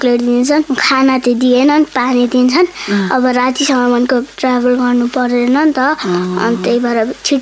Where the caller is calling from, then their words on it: Surkhet, Karnali Province, Nepal; हाम्रो घर चाहिँ सुर्खेत हो